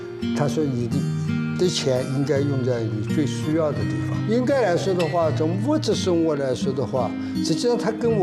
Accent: Shanghai, China; 阿拉上海人

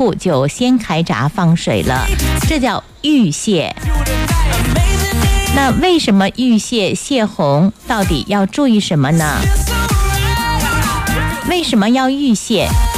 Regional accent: Ningbo, Zhejiang, China

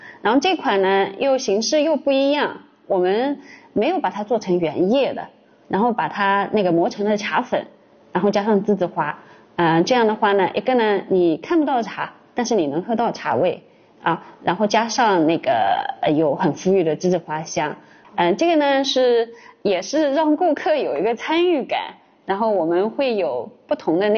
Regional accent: Daicun, China; 也是作为我土生土长的代村人，也是作为三清茶的那个非遗传承人

